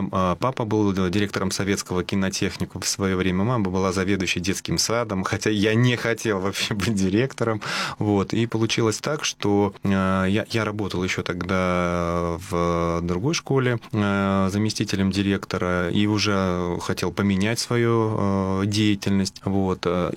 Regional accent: Sovetsk, Kaliningrad Oblast, Russia; moved away

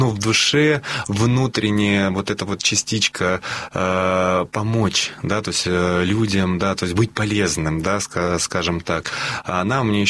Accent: Sovetsk, Kaliningrad Oblast, Russia; Нет, я и сам из Калининграда.

